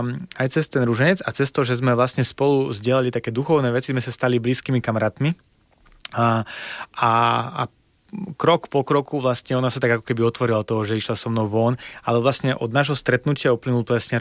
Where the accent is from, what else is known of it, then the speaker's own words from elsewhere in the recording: Belarus; Slovak is a second language; now in Slovakia; že ja sa hlásim k tomu, že som Bielorus. Vždy, keď tam prídem, tak je tam trošku nostalgia, ale zároveň sa necítim ako súčasť tej rodiny toho národa, že skôr som doma na Slovensku.